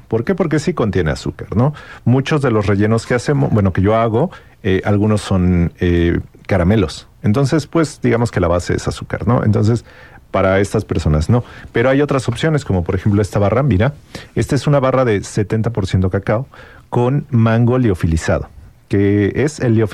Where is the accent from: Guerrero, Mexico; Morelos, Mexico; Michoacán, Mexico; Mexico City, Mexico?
Mexico City, Mexico; yo soy de Ciudad de México, ahí no tenemos tanto acceso al chocolate artesanal, al cacao, ¿no?